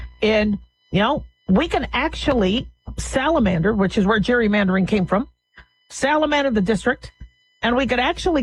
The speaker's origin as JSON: {"language": "English", "region": "California", "country": "United States", "tie": "born there", "said": "California is one of my favorite states. I was born there."}